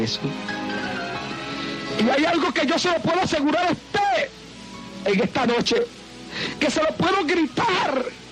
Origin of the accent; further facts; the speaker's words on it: Santa Isabel, Puerto Rico; moved away; en la playa de Santa Isabel, en mi pueblo